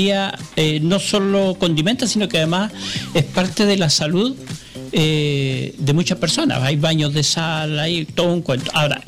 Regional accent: Hualpén, Biobío, Chile; yo soy de Hualpén. Viajo todos los días

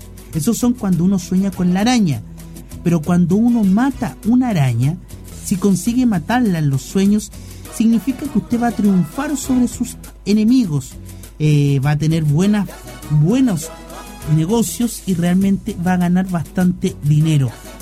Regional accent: Chile; Por favor, no me confunda con alguien que venga de afuera. Yo soy chileno.

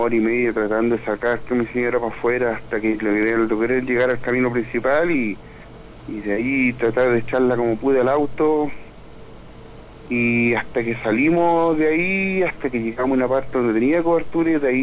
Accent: Constitución, Maule, Chile; Yo soy nacido y criado acá en Constitución

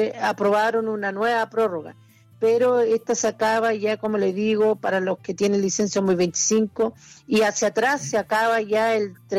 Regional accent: Chile; casi todos como chilenos

